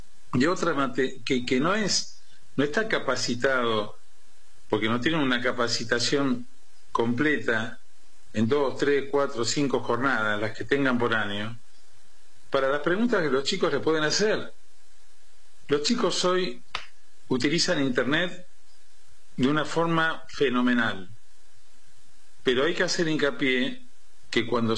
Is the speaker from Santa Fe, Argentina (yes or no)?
no; Don Bosco, Buenos Aires Province, Argentina; Yo me crié en Don Bosco, en la localidad de Don Bosco, que es pegadita a Bernal, y este barrio está entre Don Bosco y Bernal.